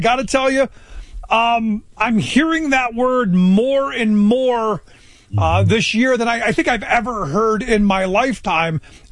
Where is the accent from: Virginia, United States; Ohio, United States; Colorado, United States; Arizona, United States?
Ohio, United States; now in Pennsylvania, United States; My state of Pennsylvania, it doesn't happen. I grew up in Ohio.